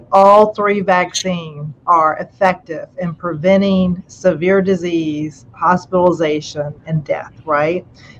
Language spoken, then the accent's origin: English; North Carolina, United States; I come from Eastern North Carolina. I very much come from a sense of it takes a village.